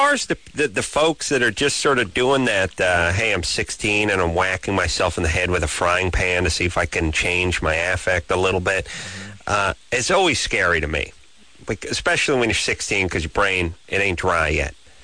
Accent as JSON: {"language": "English", "town": "Los Angeles", "region": "California", "country": "United States", "tie": "born there"}